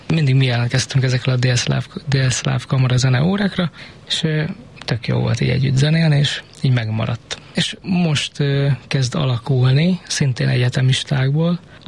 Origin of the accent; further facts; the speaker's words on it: Szarvas, Békés, Hungary; hogyha én mondjuk otthonról jövök Szarvasról